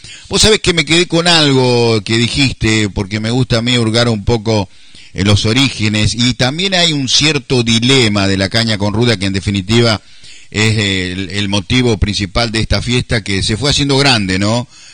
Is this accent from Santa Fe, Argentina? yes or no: yes; Gálvez, Santa Fe, Argentina; now in Santa Fe, Argentina; Yo recuerdo en mi infancia, en mi pueblo, en mi ciudad Gálvez, en mi niñez ahí, aunque yo nací acá en Santa Fe, pero a los 2 años mis padres me llevaron hasta allá